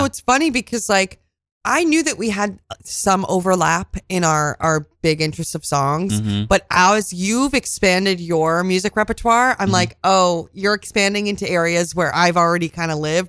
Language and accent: English; New York, United States; born or raised there